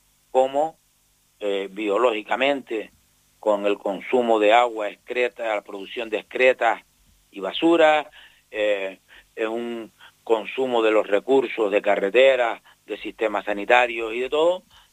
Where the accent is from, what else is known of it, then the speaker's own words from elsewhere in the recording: Canary Islands, Spain; nuestro origen y nuestra entrada como pueblo canario